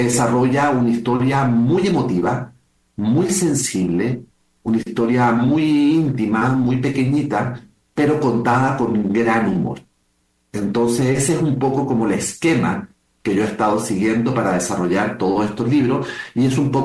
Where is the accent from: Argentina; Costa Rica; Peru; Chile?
Chile; also born or lived in Mexico / New York / Puerto Rico / Miami; now in Barcelona, Spain; A ver, soy un escritor chileno que ha vivido en muchos países. Viví muchos años en México, muchos años de México. Después me fui a vivir a Nueva York, de Nueva York me fui a vivir a Puerto Rico